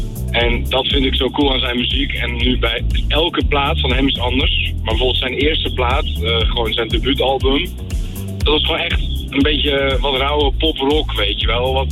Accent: Volendam, North Holland, Netherlands; ik kom uit Volendam.

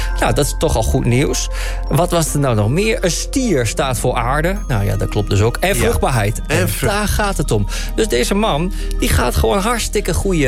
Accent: Netherlands; dat zijn wij Nederlanders.

